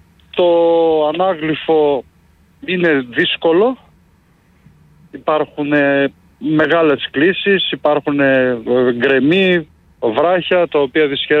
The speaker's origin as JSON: {"language": "Greek", "town": "Thessaloniki", "region": "Central Macedonia", "country": "Greece", "said": "Δεν είναι από εδώ τοπικοί, είμαστε από όλη την Ελλάδα, εγώ είμαι από Θεσσαλονίκη"}